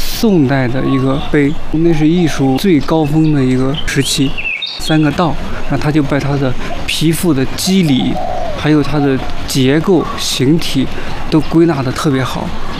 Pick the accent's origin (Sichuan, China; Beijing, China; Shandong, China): Shandong, China; 所以咬着牙咬着这股劲儿，就是我们山东人就有这股气。